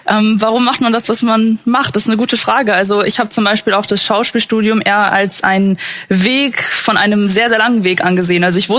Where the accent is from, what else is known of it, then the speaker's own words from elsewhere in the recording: Germany; Aber wenn ich als Deutsche mit sogar Migrationshintergrund sagen möchte, ich möchte mal in Deutschland fahren hinhängen, dann ist das natürlich verboten.